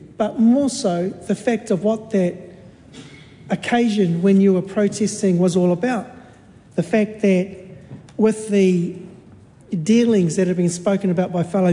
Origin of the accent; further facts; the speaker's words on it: Manaia, Taranaki, New Zealand; I was born and raised in South Taranaki in the Manaia Kapuni area